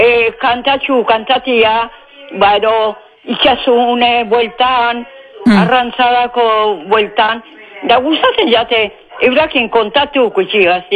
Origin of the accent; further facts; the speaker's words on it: Lekeitio, Basque Country, Spain; also born or lived in Bilbao; Leketxokoa, Leketxokoa. Leketxon bizi